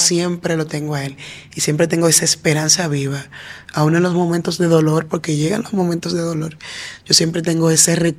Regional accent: Villa Altagracia, San Cristóbal, Dominican Republic; Una joven que creció en una comunidad de Villa Altagracia, una comunidad batellana, se llama …. Ahí crecí y no es hasta que me casé que salí de la comunidad, aunque vivo en Villa Altagracia, pero ya fuera de mi comunidad.

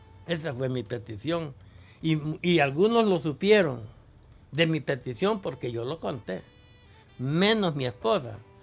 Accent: Metapán, Santa Ana, El Salvador; born there; Yo soy nacido aquí en Metapán, allí en el cantón El Capulín, el caserío Hacienda Vieja. De ahí soy nacido yo.

